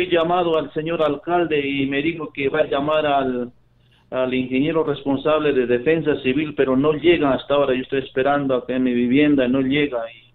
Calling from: Chipao, Ayacucho, Peru; Estoy llamando de acá del distrito de Chipao, provincia Lucanas, departamento Ayacucho. Mi vivienda se encuentra en Avenida Cuba, sin número.

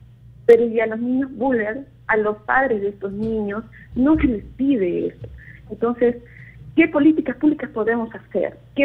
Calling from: Tacna, Peru; llamo desde Tacna, también ciudad donde ha habido casos.

